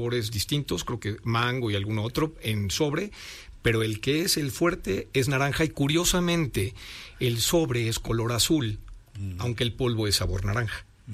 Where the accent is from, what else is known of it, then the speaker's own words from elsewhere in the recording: Puebla, Mexico; realmente como poblanos, comiendo mole, que es chocolate con salado